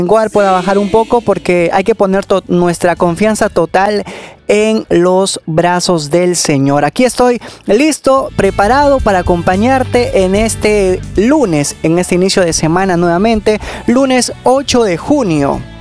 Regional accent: Peru; como cristianos, como hijos, como ciudadanos, como peruanos.

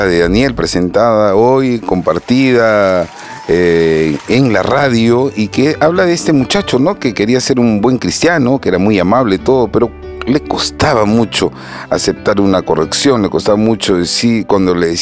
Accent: Peru; por la patria, por nuestro país y para que las cosas buenas lleguen a este hermoso Perú.

